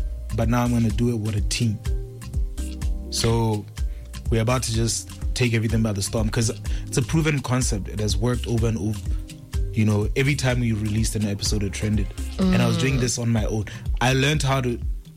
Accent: Botswana; now in South Africa; At first, I was afraid to say that I'm from Botswana when I was in South Africa.

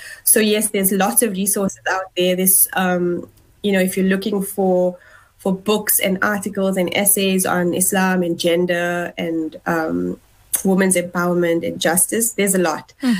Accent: South Africa; to use my gifts and talents, you know, as a South African, as a Muslim.

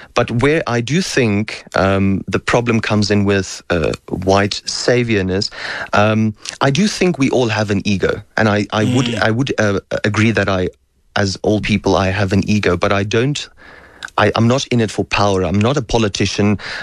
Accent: South Africa; But I do feel like her calling me out for speaking on issues I, as a South African, find relevant

